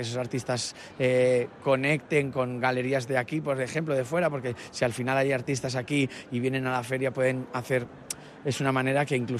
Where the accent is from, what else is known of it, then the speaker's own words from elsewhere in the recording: Madrid, Community of Madrid, Spain; Soy de Madrid.